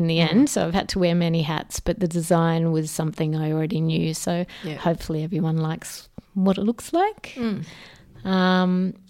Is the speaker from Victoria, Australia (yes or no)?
yes; Melbourne, Victoria, Australia; So Ed Cooper, I'm originally from Melbourne.